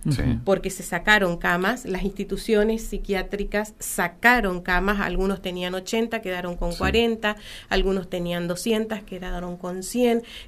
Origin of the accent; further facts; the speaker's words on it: Misiones, Argentina; Qué lindo decir soy de Misiones cuando uno va y asiste a los congresos